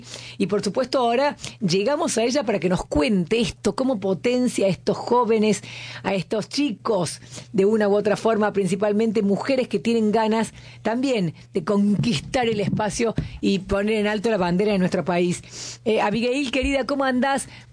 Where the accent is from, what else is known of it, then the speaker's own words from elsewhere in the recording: Córdoba, Argentina; Viste, con la gente del interior, chicas, saben, yo soy cordobesa, la gente del interior, tenemos ese no sé qué.